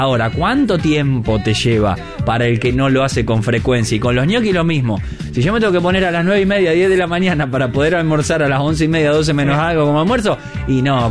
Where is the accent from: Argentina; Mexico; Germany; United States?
Argentina